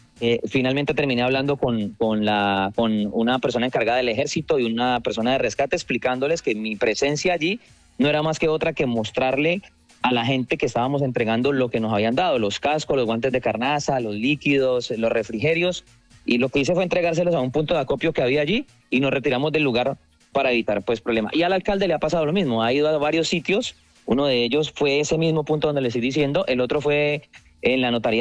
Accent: Colombia; Somos colombianos en pro

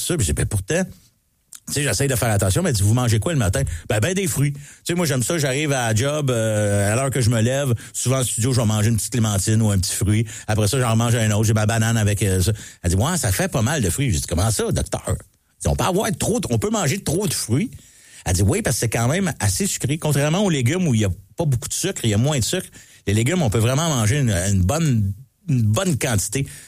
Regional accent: Mont-Saint-Hilaire, Quebec, Canada; born or raised there

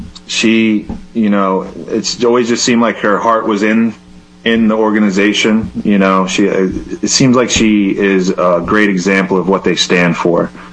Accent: New York, United States; I'm originally from mid-state New York.

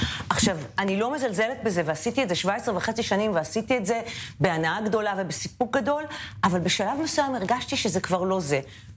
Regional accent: Kiryat Ono, Tel Aviv District, Israel; כשהייתי קטנה, גדלתי בקריית אונו, והייתי חוזרת הביתה ברחוב עם בתים פרטיים.

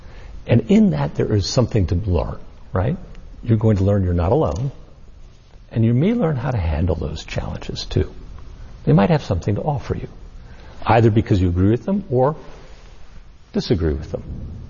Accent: Colorado, United States; I love the fly fish. I'm from Colorado. It's a thing we do.

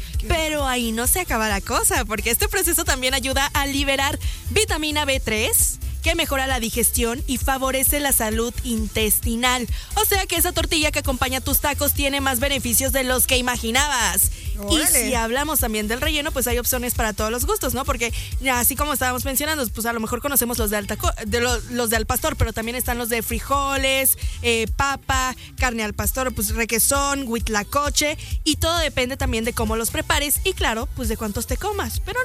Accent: Mexico; nosotros como mexicanos

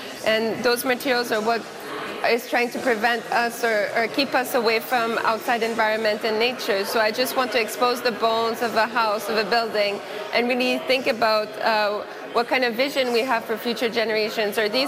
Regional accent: Aylmer, Quebec, Canada; also born or lived in Ottawa; I grew up partly in Aylmer, Quebec, so just on the other side of the river from the National Gallery. I used to come to Ottawa all the time. This is my place. This is where I grew up.

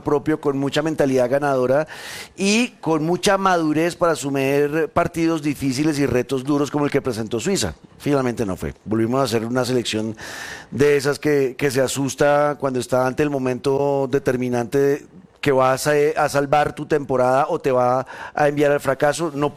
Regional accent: Colombia

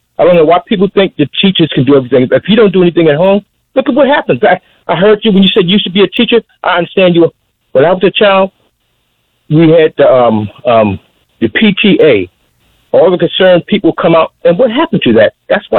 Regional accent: Baltimore, Maryland, United States; When I grew up in Baltimore, I'm 7 years of age. Baltimore used to be a beautiful town.

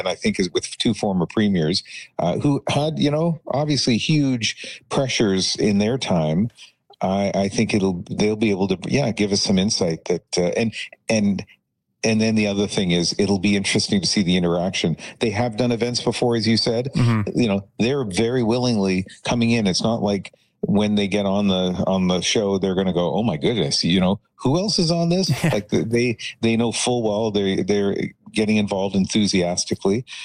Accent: Trinidad & Tobago; born there; I was born in Trinidad, and it was a British colony when I was born.

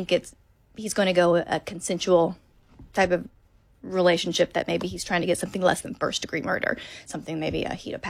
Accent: Arkansas, United States; somewhere like I grew up in Arkansas, so we're not

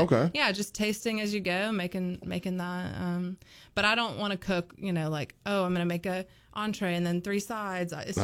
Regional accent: Birmingham, Alabama, United States; so I grew up in Birmingham and my grandma's from a really small town called Grove Hill and, it's in South Alabama.

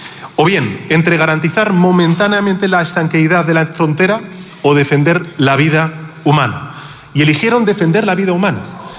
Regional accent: Spain

